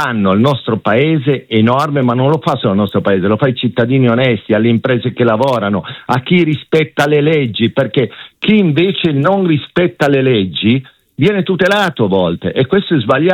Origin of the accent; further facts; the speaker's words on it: Piedmont, Italy; io poi sono piemontese